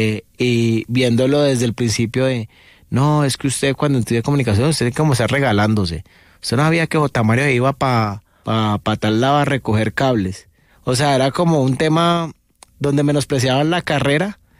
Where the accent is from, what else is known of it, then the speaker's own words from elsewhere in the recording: Cali, Valle del Cauca, Colombia; Yo salí del San Luis Gonzaga, del barrio Granada, al noroeste de Cali.